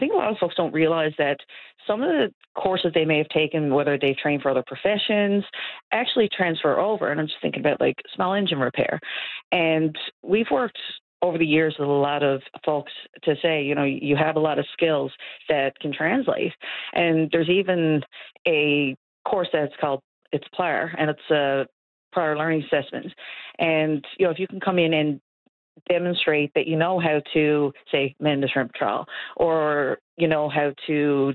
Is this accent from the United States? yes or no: no; Bonavista, Newfoundland and Labrador, Canada; I mean, I grew up around Bonavista, and to see the amount of families that left and just never came back.